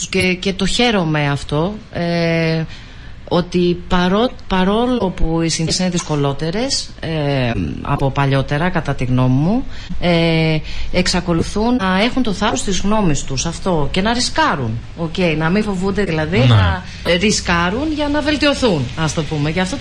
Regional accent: Patras, Western Greece, Greece; now in Serres, Greece; εγώ είμαι από Πάτρα

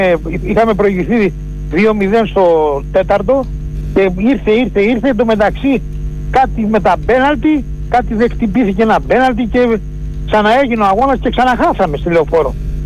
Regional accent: Aigio, Western Greece, Greece; από το Αίγιο.

